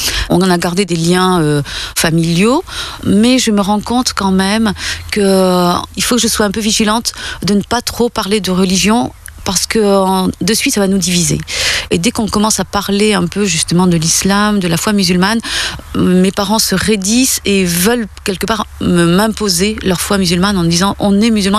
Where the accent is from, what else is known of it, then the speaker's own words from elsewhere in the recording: France; Je suis née en France. Mes parents sont arrivés pendant la guerre d'Algérie. En France, je me suis toujours sentie française et bien dans mes baskets.